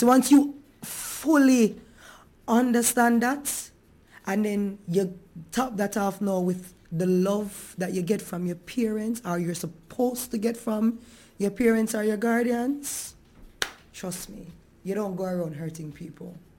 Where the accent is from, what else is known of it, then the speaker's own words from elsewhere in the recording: Jamaica; But I don't think us as Jamaican